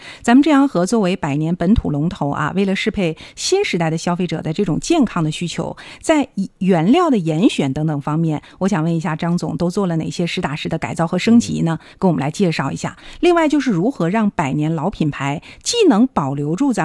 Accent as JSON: {"language": "Chinese", "region": "Northeast China", "country": "China", "said": "因为一直是适合咱们东北人口味的嘛。"}